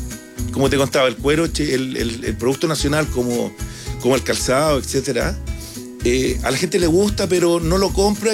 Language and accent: Spanish; Chile; O sea, somos chilenos. Somos chilenos, somos buenos.